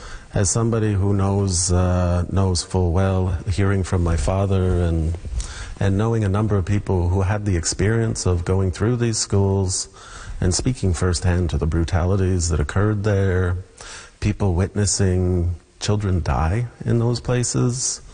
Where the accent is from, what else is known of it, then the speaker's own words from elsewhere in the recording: west coast of Vancouver Island, British Columbia, Canada; I'm from the Toquat tribe. They're one of the Nechanoth First Nations. They're located on the west coast of Vancouver Island, very close to Euculet, between Euculet and Port Alberni in the Barkley Sound.